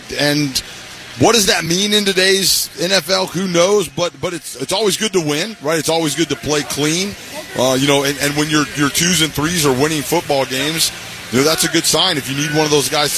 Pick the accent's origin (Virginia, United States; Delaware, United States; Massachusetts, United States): Virginia, United States; Virginia Beach; I grew up in Virginia Beach, Virginia.